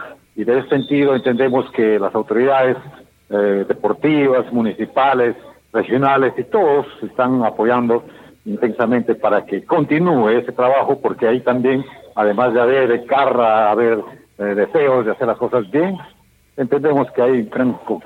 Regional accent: Peru

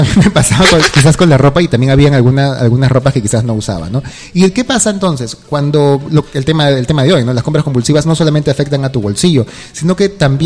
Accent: Lima, Peru; moved away; yo viví en Lima, ¿no? Yo soy de Lima.

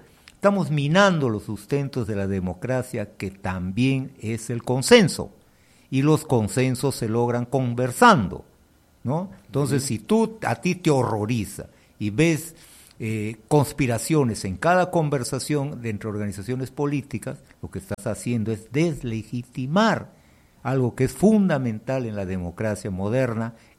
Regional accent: Peru; nosotros, como peruanos

